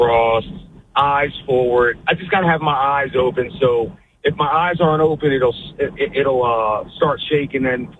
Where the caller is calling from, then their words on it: Pennsylvania, United States; I'm actually in South Carolina, but I'm from Pennsylvania. I'm on my way home.